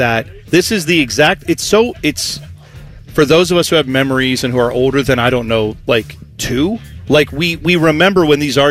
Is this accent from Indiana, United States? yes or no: no; Ohio, United States; See, I grew up on the East Side, too.